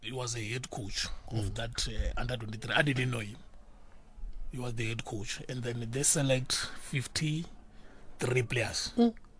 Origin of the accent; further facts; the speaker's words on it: Limpopo, South Africa; And I was one player from Limpopo.